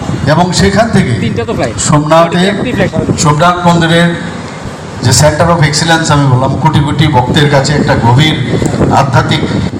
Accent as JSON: {"language": "Bangla", "region": "Tripura", "country": "India", "said": "আমরা ত্রিপুরার মানুষ এমনি অত্যন্ত আমরা জানি যে ধর্মপ্রাণ মানুষ"}